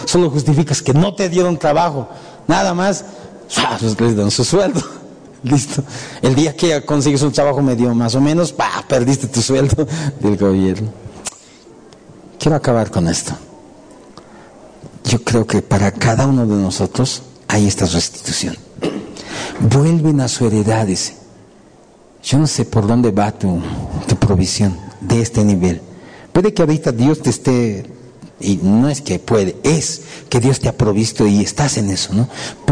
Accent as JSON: {"language": "Spanish", "country": "Bolivia", "said": "Nosotros también somos bolivianos."}